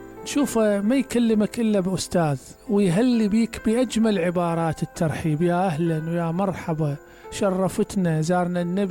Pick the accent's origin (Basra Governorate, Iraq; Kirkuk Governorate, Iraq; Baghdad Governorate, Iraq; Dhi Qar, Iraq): Basra Governorate, Iraq; Basra; أتكلم عن لهجة أهلنا